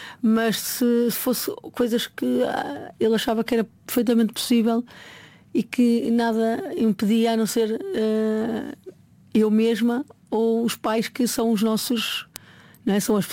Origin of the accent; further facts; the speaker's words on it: Maia, Norte, Portugal; minha bisavó era galega, a minha avó ainda nasceu muito perto ali da minha avó, a minha mãe já nasceu em Barcelos e eu nasci na Maia